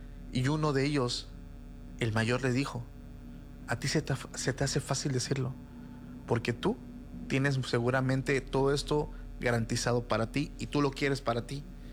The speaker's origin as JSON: {"language": "Spanish", "country": "Mexico", "said": "Los que somos mexicanos y los que conocen esa cultura fuera del país saben"}